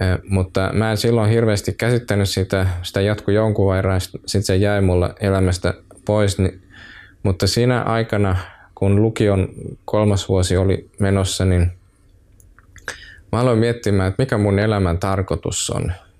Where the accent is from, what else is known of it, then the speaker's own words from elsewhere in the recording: Heinola, Päijät-Häme, Finland; now in Helsinki, Finland; Mä asun vaimoni kanssa Pitäjänmäellä Helsingissä. Mä oon Heinolasta kotoisin ja siellä mulla on vanhemmat, asuttiin pitkän aikaa siellä Heinolassa